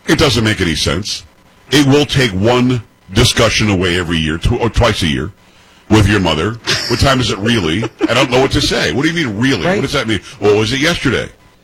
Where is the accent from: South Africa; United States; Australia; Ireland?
United States; Florida; moved away as an adult; also born or lived in New York; I grew up, again, I'm from New York. People say, well, how many different places are you from? From New York, lived there until I was 7. Grew up in Florida from 7 until I was, 28, something like that.